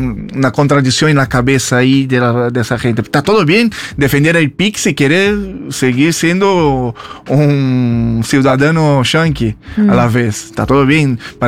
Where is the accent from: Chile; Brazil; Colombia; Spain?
Brazil; now in Argentina